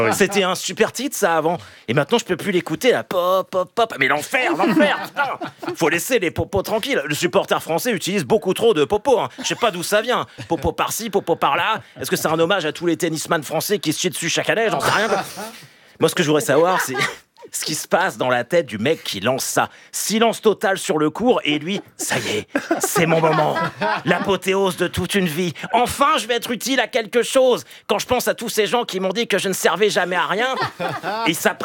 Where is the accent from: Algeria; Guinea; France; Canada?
France; Caen, Normandy; born there; Je suis né à Caen et mon équipe, c'est le Stade Malherbe de Caen.